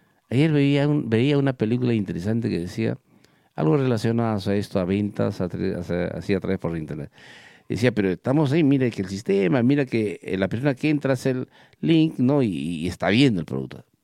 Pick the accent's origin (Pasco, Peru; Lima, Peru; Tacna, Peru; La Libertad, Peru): Pasco, Peru; Villa Rica; qué pena por mi pueblo de Villarrica